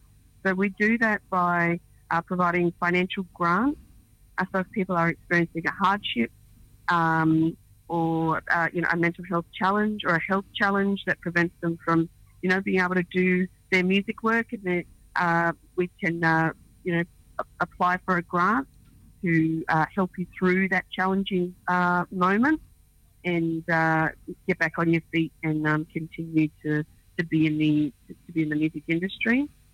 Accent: Alice Springs, Northern Territory, Australia; born and bred in Bantwa, Alice Springs, Central Australia.

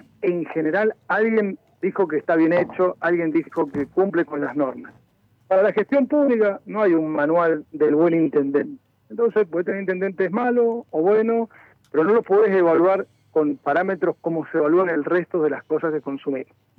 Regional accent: Luján de Cuyo, Mendoza, Argentina; nosotros los que vivimos en Mendoza y en Luján

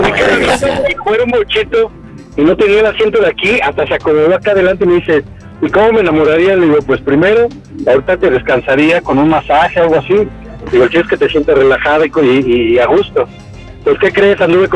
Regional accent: Coyoacán, Mexico City, Mexico; now in León, Mexico; Ok, estoy en León, pero soy de Coyoacán, ¿ok?

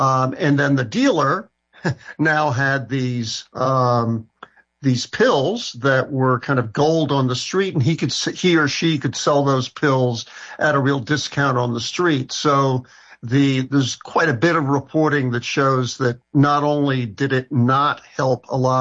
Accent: New York City, New York, United States; I grew up in New York City.

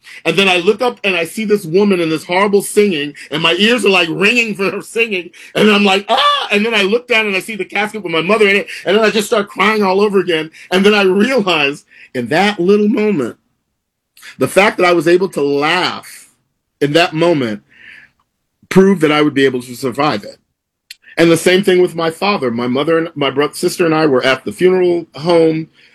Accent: Texas, United States; So at my mother's funeral, it took place at the church that I grew up in Texas.

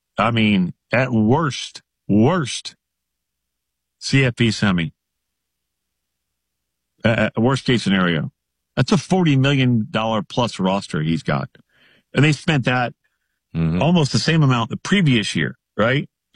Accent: Folsom, Louisiana, United States; I'm from Folsom, Louisiana.

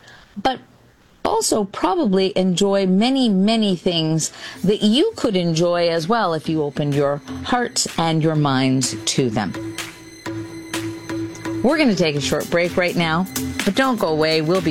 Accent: Canada; I'm incredibly proud to be Canadian, never more so than right now.

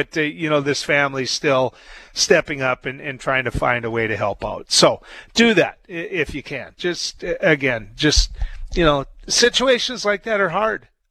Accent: Mantador, North Dakota, United States; I know in my hometown, Manador

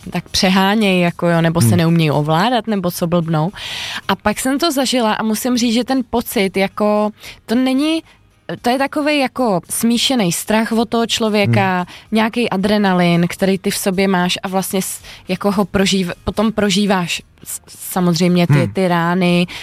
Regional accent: Prague, Czechia; Já jsem celoživotně Praha 6.

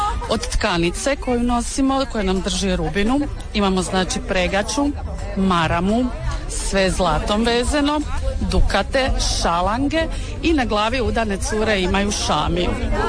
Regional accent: Gorjani, Osijek-Baranja County, Croatia; dolazim iz Gorjana, skuda Gorjanac.

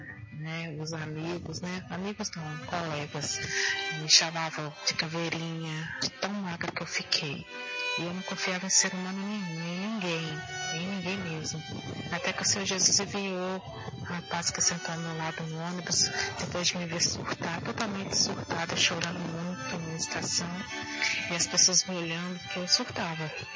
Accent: Belo Horizonte, Minas Gerais, Brazil; sou de BH.

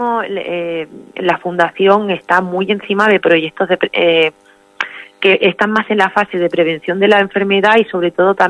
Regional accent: Cáceres, Extremadura, Spain; Sergio es un niño de Cáceres, yo también soy de Cáceres.

